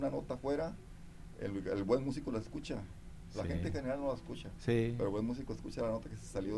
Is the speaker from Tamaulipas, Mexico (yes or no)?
no; Francisco I. Madero, Nayarit, Mexico; de otras partes de Francisco y Madero, de mi pueblo.